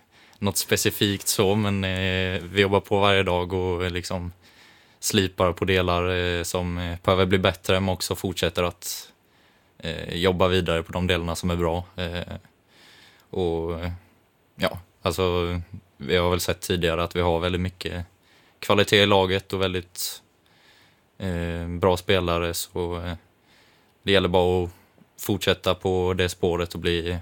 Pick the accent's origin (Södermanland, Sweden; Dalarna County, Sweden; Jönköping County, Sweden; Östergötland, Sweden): Jönköping County, Sweden; Vaggeryd; now in Kalmar, Sweden; Jag var hemma i Vaggeryd hemma hos familjen